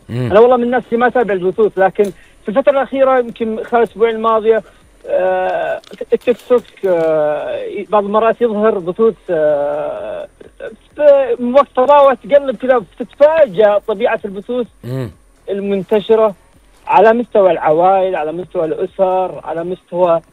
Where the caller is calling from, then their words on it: Saudi Arabia; من السعودية.